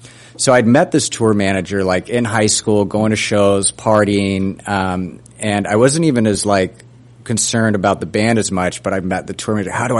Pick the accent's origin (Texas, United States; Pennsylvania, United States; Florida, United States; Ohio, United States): Florida, United States; I'm from Florida.